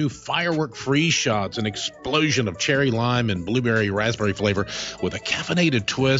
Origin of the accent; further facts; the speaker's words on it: United States; No, we're American. We've never done it.